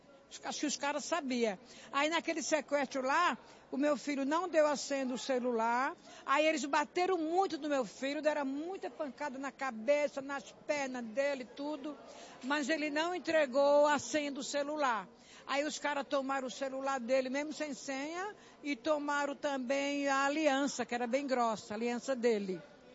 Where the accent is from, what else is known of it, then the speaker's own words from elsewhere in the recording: Itapevi, São Paulo, Brazil; Eu venho de Itapevi.